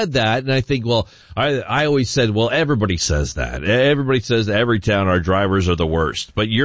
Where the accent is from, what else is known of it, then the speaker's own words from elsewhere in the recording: Windsor, Ontario, Canada; And it seems like most of the people from here were born and raised. Like if you were born and raised in Windsor, a lot of us don't get out.